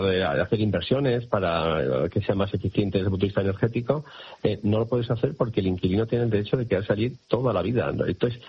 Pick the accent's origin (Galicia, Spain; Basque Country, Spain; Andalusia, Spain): Basque Country, Spain; Bilbao; O sea, yo que soy de Bilbao y se me pongo el ejemplo muy sencillo, ¿sabes?